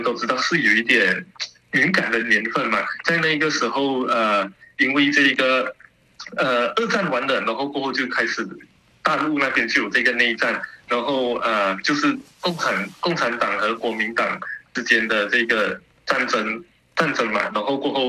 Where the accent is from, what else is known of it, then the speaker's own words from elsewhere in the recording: Malaysia; accent: Malaysian; 我用我们马来西亚的口音